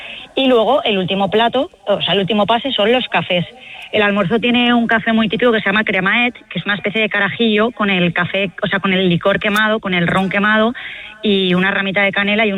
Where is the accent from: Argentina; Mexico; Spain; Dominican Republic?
Spain; Castilla-La Mancha; now in Valencia, Spain; Ana Iris lo puede saber mejor porque también es de Castilla-La Mancha como yo